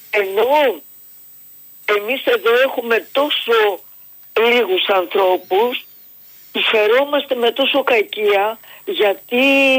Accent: Central Macedonia, Greece; moved away; also born or lived in Germany; Όχι. Όλοι είμαστε από ένα χωριό. Μετά οι γονείς μου φύγανε στη Γερμανία από το 60. Μετά πήρανε και εμένα με τη μητέρα

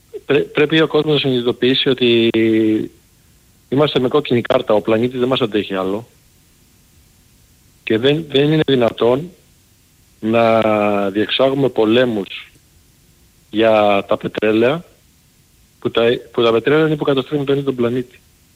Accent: Patras, Western Greece, Greece; now in Chicago, United States; ήμουν στο χωριό μου στην Πάτρα, την περίοδο που κάει και η Πάτρα.

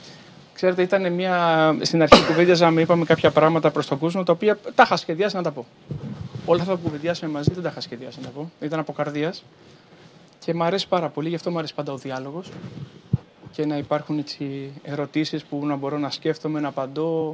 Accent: Patras, Western Greece, Greece; moved away; Εγώ στην Πάτρα μεγάλωσα. Την Πάτρα είμαι. Και δεν την ξεχνώ ποτέ και χαίρομαι που είμαι από εκεί.

